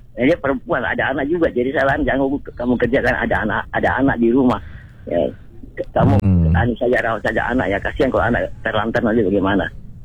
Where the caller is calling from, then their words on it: Makassar, South Sulawesi, Indonesia; Saya sampaikan di Makassar hujan deras dari tadi sore.